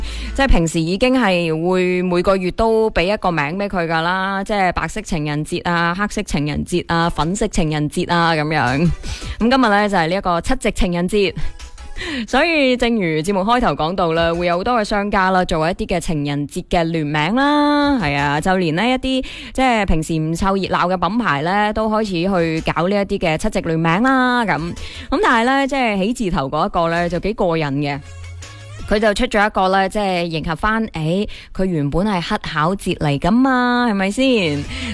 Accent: Guangdong, China; 属于我哋广东人嘅浪漫啊

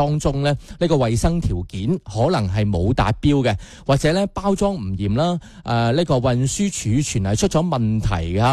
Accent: Guangdong, China; 我哋广东人

